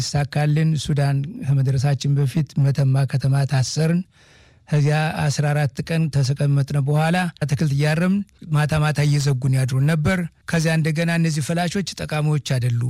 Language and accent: Amharic; Amhara, Ethiopia; also born or lived in Gondar; ከዚያ ተወልጄ ወደ ብርዋክስ ወደሚባል ቦታ ልጅነታችን አባታችንና እናታችን ለቀው አዲስ ቦታ ሲቆረቁሩ ከዚያ ቆርቁረን አምቦቨር ትምህርት ቤት እስከ ስድስተኛ ክፍል ድረስ